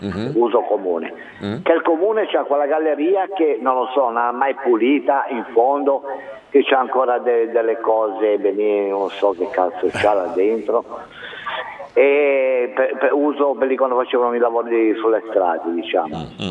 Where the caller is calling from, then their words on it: Genoa, Liguria, Italy; io sono dalla Val Bisagno